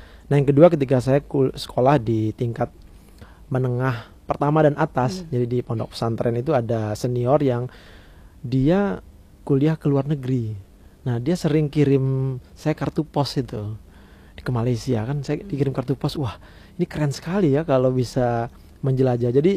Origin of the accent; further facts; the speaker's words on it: Sumbawa Island, West Nusa Tenggara, Indonesia; moved away as an adult; also born or lived in Java; now in Maluku, Indonesia; saya aslinya bukan dari Jawa tetapi dari Pulau Sumbawa, Nusa Tenggara Barat.